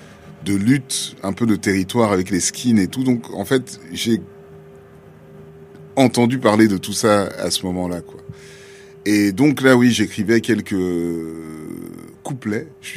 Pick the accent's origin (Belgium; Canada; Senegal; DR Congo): Senegal; Dakar; first language French; moved away; also born or lived in Nanterre; j'ai grandi à Dakar